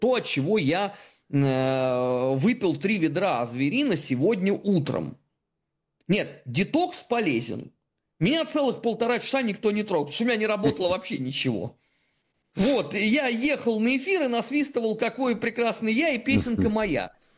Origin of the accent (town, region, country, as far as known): Russia